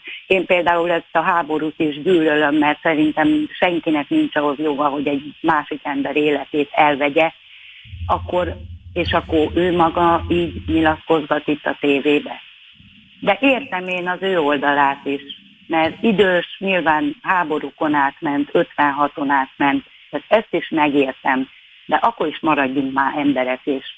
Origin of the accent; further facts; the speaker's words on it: Budapest, Hungary; born there; imádom Kőbányát, én oda születtem egyébként